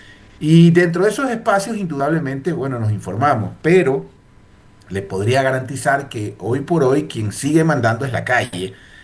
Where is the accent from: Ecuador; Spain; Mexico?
Ecuador; Columbe, Chimborazo; la parroquia Columbe, Cantón Colta, de donde yo soy originario, oriundo, y toda mi familia.